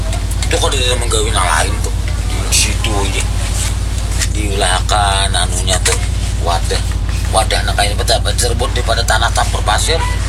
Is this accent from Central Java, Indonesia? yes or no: no; South Kalimantan, Indonesia; Tapi kalau kita orang Banjar, anda khas orang kita Banjar, artinya urang-urangnya aja yang terpanjang tuh.